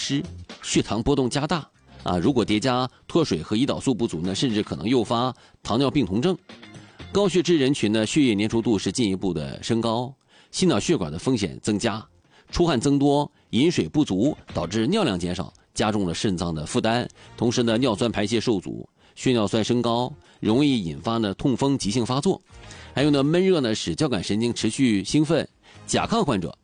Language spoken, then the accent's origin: Chinese; Dalian, Liaoning, China; 能够展现我们大连人精神风貌的一场演出啊。